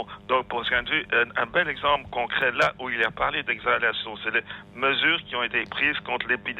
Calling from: Belgium; Enfin, moi je viens de la Belgique, donc je vais donner un exemple.

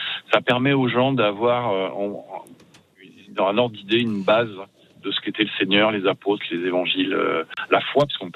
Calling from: Saint-Germain-en-Laye, Île-de-France, France; Je suis près de Saint-Germain-en-Laye.

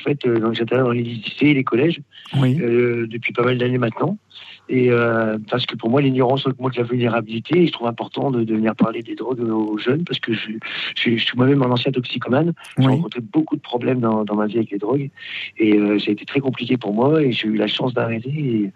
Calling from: Quimper, Brittany, France; j'appelle de Bretagne, le Finistère.

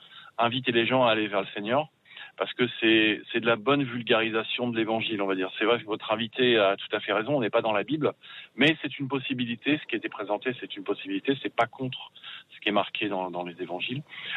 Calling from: Saint-Germain-en-Laye, Île-de-France, France; C'est pas discret. Je suis près de Saint-Germain-en-Laye.

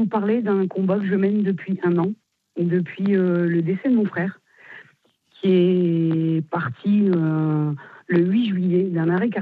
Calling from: Hauts-de-France, France; Du Nord, près d'Hazebrouck

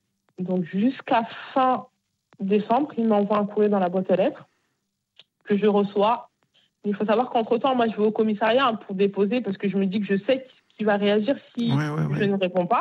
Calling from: Bayeux, Normandy, France; Moi, je viens de Bayeux.

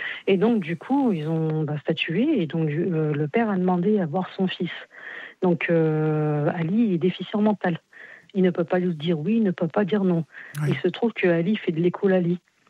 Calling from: Viriat, Auvergne-Rhône-Alpes, France; Je vous appelle dans l'Ain, je suis de Viriat

